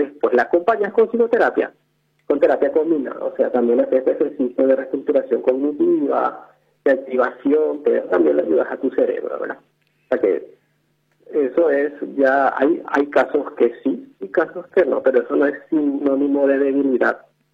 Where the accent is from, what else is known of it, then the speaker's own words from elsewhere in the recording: Luque, Central, Paraguay; yo soy de Luque